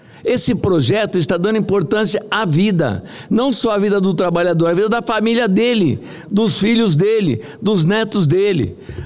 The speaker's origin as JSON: {"language": "Portuguese", "region": "São Paulo", "country": "Brazil", "moved": "yes", "lives_now": "Brasília, Brazil", "said": "eu sou de São Paulo"}